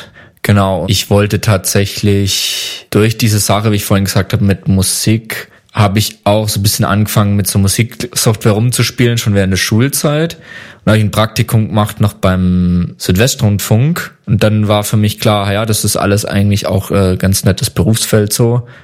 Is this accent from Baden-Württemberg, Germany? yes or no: yes; Baden-Württemberg, Germany; moved away as an adult; also born or lived in Ecuador; now in Central Hesse, Germany; Genau, komme ursprünglich aus der Nähe von Pforzheim, da bin ich geboren und aufgewachsen und mittlerweile über verschiedene Stationen jetzt wohnhaft in Mittelhessen.